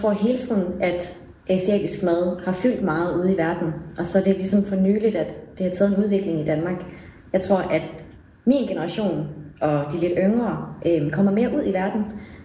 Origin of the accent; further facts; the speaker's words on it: Vietnam; now in Aarhus, Denmark; jeg er jo vietnameser